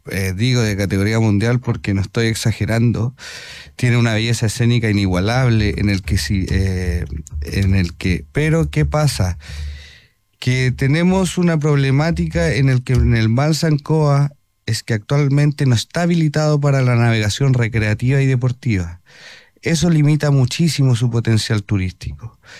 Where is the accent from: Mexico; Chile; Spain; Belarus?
Chile; Linares, Maule; Somos todos de Linares, todos linarenses